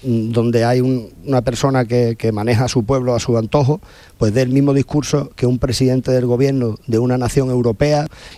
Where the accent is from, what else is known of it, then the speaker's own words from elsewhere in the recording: Spain; de pérdida de españolidad, de pérdida de derechos como ciudadano español, pues evidentemente nos duele hasta el punto de que hemos llorado